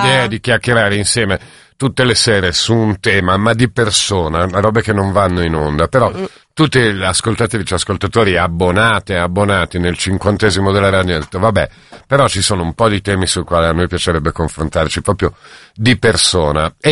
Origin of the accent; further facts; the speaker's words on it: Milan, Lombardy, Italy; ma che anch'io sono di Milano